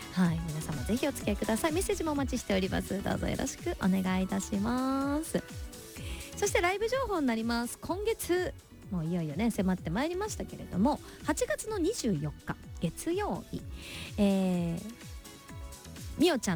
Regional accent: Miyazaki, Japan; moved away; 私の地元宮崎県 FM ヒューガさんの朝の番組モーニング767という番組ですね。

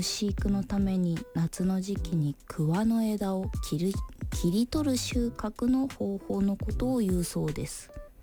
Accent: Yamagata, Japan; now in Tokyo, Japan; 私の地元の山形では

